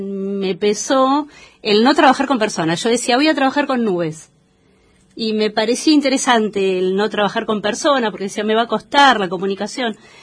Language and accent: Spanish; Lanús, Buenos Aires Province, Argentina; moved away; En Buenos Aires, sí, yo soy de Lanús